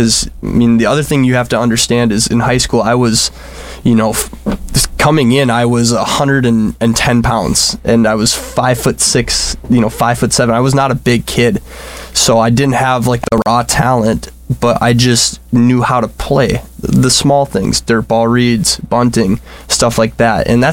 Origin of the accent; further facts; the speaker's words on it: Foley, Minnesota, United States; growing up in Foley